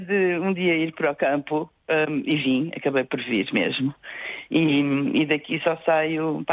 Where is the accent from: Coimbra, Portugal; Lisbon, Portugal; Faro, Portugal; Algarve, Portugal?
Lisbon, Portugal; moved away as an adult; now in Oeste, Portugal; eu cresci em Lisboa, naquele bairro de Santa Cruz, numa altura em que aquilo era tipo uma aldeia.